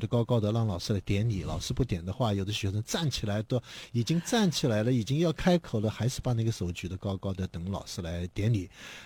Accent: China; 我们中国人有时候也有一个习惯

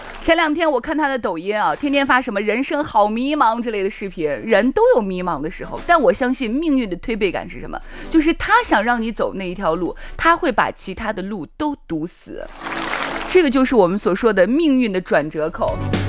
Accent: Chang'an County, Shaanxi, China; accent: Shaanxi dialect, Chang'an County dialect; 我们陕西话长安县话就叫

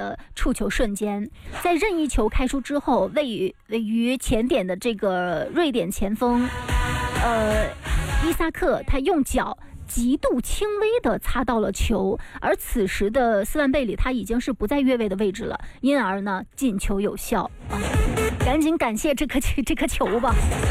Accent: China

